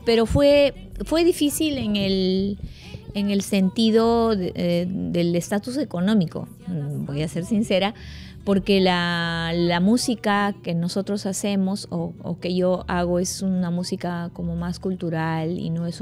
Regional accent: Santiago de Paucaray, Ayacucho, Peru; born or raised there

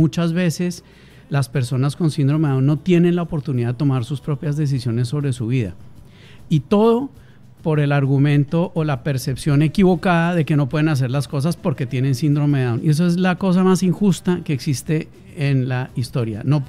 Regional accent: Colombia; moved away as an adult; now in Peru; Yo tengo 30 años en Perú, yo soy de Colombia, 30 años en Perú

